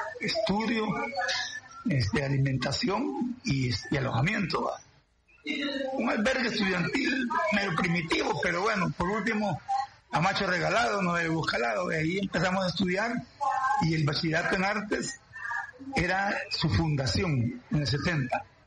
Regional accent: Santa Ana, El Salvador; Allá en Santana, yo soy de Santana, nací un 9 de julio de un lejano 1954.

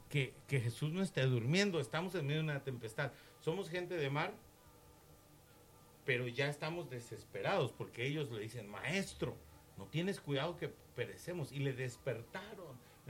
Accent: Quintana Roo, Mexico; Pasé Wilma en Cancún, porque soy de Quintana Roo

